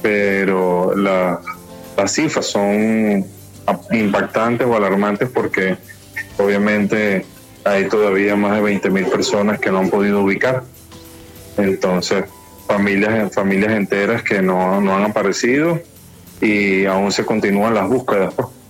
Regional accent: Venezuela; pero también ha sido un momento de unidad como pueblo venezolano

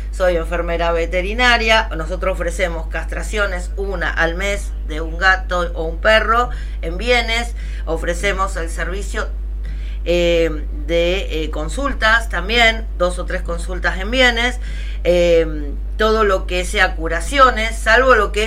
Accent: Argentina; los valores solidarios que tenemos como argentinos

